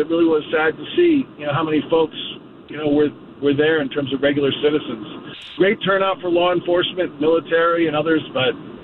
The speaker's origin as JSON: {"language": "English", "region": "Rhode Island", "country": "United States", "tie": "born or raised there", "also_born_or_lived": "Boston, United States / New York City, United States", "said": "I was there, I lived there in 94 from Boston after growing up in Rhode Island."}